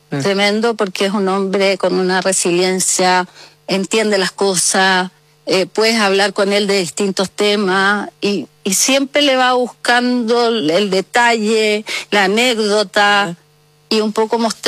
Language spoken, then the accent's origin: Spanish; Santiago, Santiago Metropolitan Region, Chile; born there